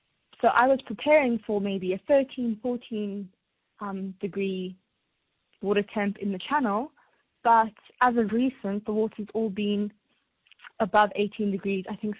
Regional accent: Cape Town, Western Cape, South Africa; Growing up in Cape Town, I think it's a big part of everyone's childhood, being comfortable in the water, swimming in the ocean.

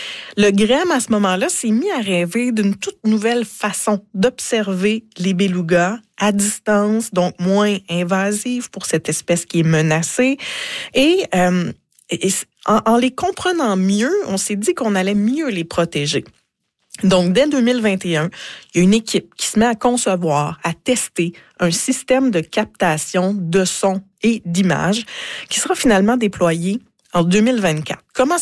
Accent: Quebec, Canada; Je pense à chez nous, au Bas-Saint-Laurent, à Putep-Tuat, qui est le lieu élaboré par la Première Nation Wolastoguayik Washibeguk.

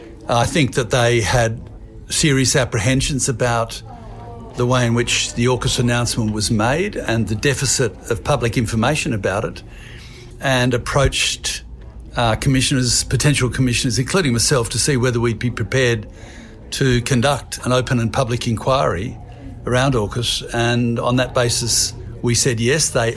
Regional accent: Australia; as Australian people

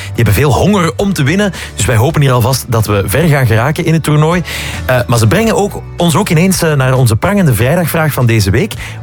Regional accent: Kapelle-op-den-Bos, Flanders, Belgium; in het dorp waar ik vandaan kom, in Kapelle op den Bosch.

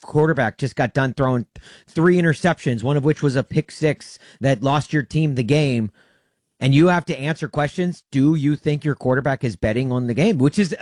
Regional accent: Tennessee, United States; born there; my hometown team, the Tennessee Titans

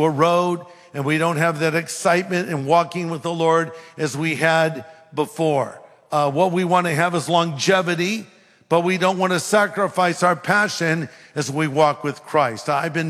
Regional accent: California, United States; I'm from California. He's from North Carolina.

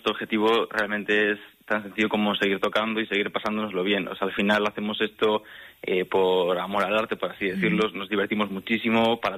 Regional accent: A Coruña, Galicia, Spain; yo también soy de Coruña.

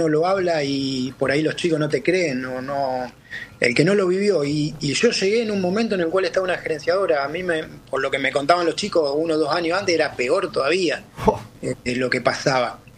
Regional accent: Arroyo Seco, Santa Fe, Argentina; born there

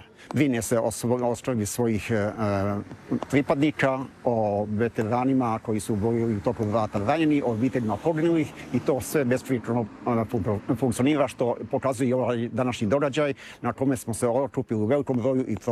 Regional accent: Drenča, Bosnia & Herzegovina; born there; rođen sam ovdje u Drenči.

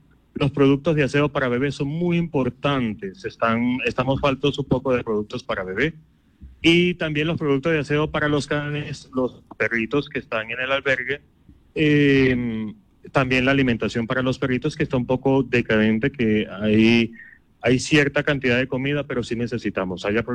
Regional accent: Venezuela; Yo no soy de aquí, yo soy de Venezuela

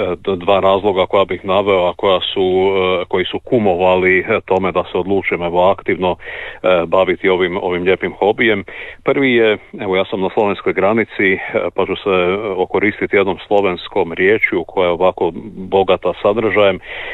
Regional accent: Vugrovec, City of Zagreb, Croatia; moved away as an adult; also born or lived in Varaždin; now in Zagorska Sela, Croatia; Rođen sam u Varaždinu, moja obitelj, otac moj iz okolice Vansa. Evo, sve druge godine živim u Vugrovcu, pa me nekako život malo više i srcem vezao za ovaj prigorski kraj. Tu sam evo odrastao, stasao, završio fakultet

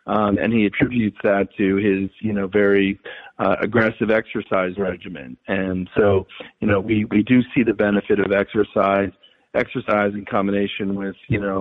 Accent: Pennsylvania, United States; And I'm again going to draw on Pennsylvania, which is my home state.

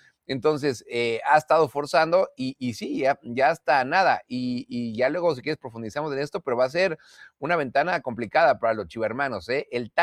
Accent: Mexico; creo que a veces sí nuestra expectativa como mexicanos es tener que irse al Real Madrid, al Barcelona, al Inter de Milán

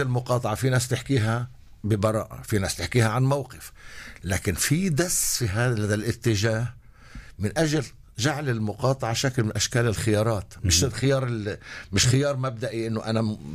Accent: Palestine; الاسبان كحكومة وشعب اللي كانوا واقفين معنا كفلسطينيين.

